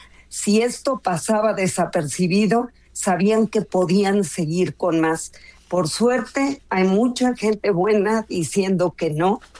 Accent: Mexico; no somos extranjeros, somos parte inseparable de México, somos muchas generaciones de mexicanos

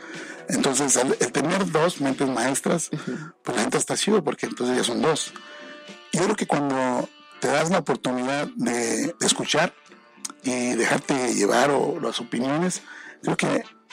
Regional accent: Mexico; Somos fiesteros y eso es … realmente somos mexicanos

